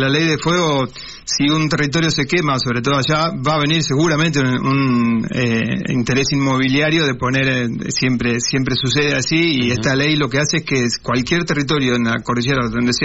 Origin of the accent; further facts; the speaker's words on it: Argentina; a mí me gustaría volver a transitar